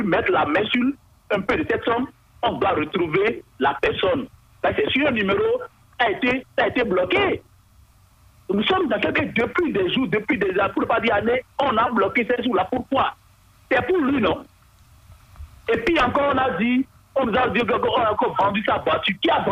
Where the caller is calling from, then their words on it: Benin; notre pays, le Bénin